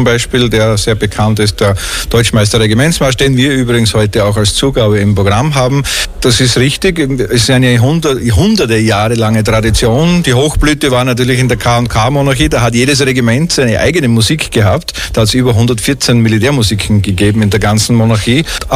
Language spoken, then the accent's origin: German; Styria, Austria; moved away as an adult; Ich komme ursprünglich aus der Steiermark und bin dort auch als Militärmusiker tätig gewesen.